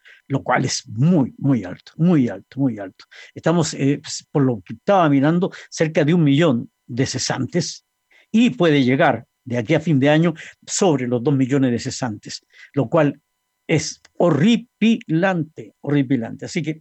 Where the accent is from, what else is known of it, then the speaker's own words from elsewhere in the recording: Antofagasta, Chile; also born or lived in Valparaíso / Argentina; Yo me recuerdo cuando era niño en Valparaíso, siempre llovía, ya cuando niño me quería en Valparaíso, aún cuando soy de Antofagasta, pero bueno. Y después en Argentina, peor.